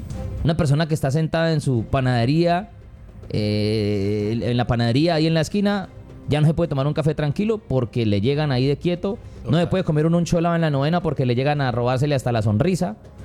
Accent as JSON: {"language": "Spanish", "town": "Cali", "region": "Valle del Cauca", "country": "Colombia", "said": "para nosotros como ciudadanos y como caleños de a pie que andamos en las esquinas, que andamos por todo lado"}